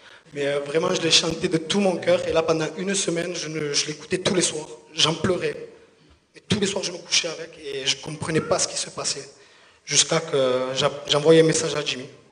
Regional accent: Marseille, Provence-Alpes-Côte d'Azur, France; born there; also born or lived in Fos-sur-Mer / Port-de-Bouc; Je suis né à Marseille, dans les quartiers nord, dans les quartiers très difficiles.

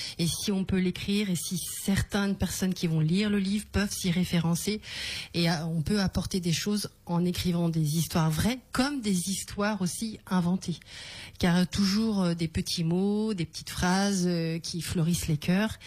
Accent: Brittany, France; moved away as an adult; now in Lodève, France; je suis bretonne, mais je suis lodévoise dans le cœur depuis 5 années déjà.

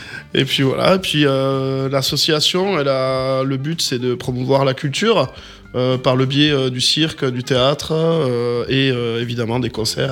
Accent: Rabat-les-Trois-Seigneurs, Occitanie, France; moved away as an adult; je suis de l'Ariège en fait. Je suis originaire de Rabat-les-Trois-Seigneurs et de Mirepoix.

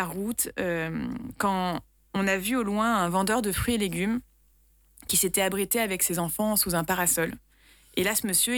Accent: Nîmes, Occitanie, France; moved away

